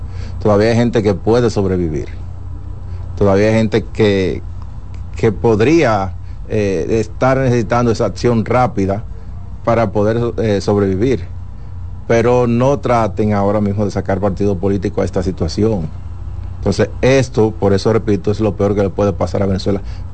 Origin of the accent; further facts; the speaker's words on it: Dominican Republic; somos los dominicanos.